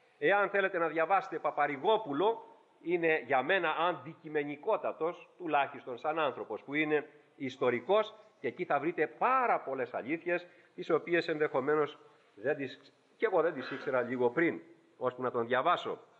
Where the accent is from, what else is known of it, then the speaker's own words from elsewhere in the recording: Greece; Είμαστε όλοι σαν Έλληνες χριστιανοί ορθόδοξοι, έτσι γεννηθήκαμε